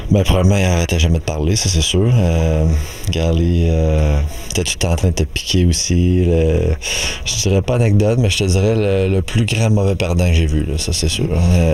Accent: Quebec, Canada; de jouer deux premières lignes à Montréal, puis spécialement en tant que Québécois pour moi personnellement

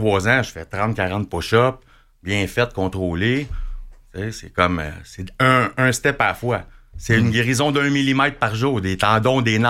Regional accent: Pointe-aux-Trembles, Quebec, Canada; Pointe-aux-Trembles, c'est mon secteur. Je viens de Pointe-aux-Trembles. Ça fait 15 ans que je suis là.

